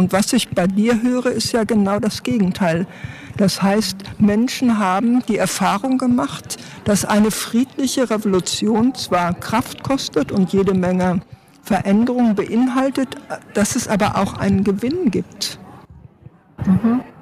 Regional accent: West Germany, Germany; also ich komme aus dem Westen, du kommst auch aus dem Westen

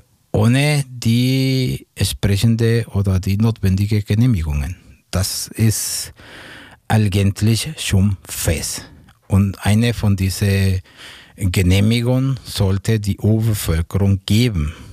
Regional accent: Mexico; German is a second language; now in Germany; ich bin Mexikaner

